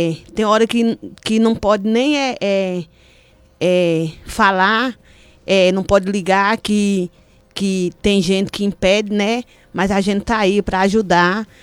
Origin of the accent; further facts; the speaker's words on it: Bahia, Brazil; Eu sou do Quilombo Barra do Parateca.